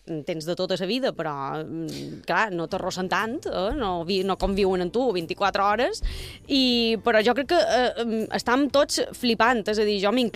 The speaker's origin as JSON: {"language": "Catalan", "town": "Palma", "region": "Balearic Islands", "country": "Spain", "tie": "born or raised there", "said": "Sol contestar que sóc de Palma, però ja per les renyades que m'endui. Jo sóc de Sant Ferriol, tota la vida he viscut a Sant Ferriol. I és de Sant Ferriol, pensam que Sant Ferriol és un poble."}